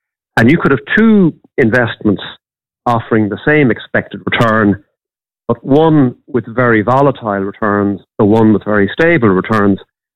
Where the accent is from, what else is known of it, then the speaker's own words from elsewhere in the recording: Castlebar, Connacht, Ireland; I was brought up in Castlebar